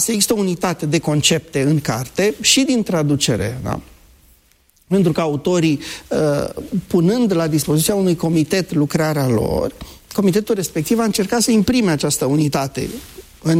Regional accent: Romania; chiar dacă suntem din România.

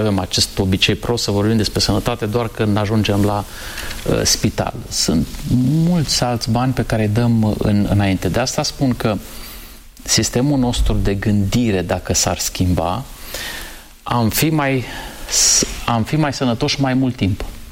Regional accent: Suceava, Suceava County, Romania; now in Bucharest, Romania; am copilărit în Suceava

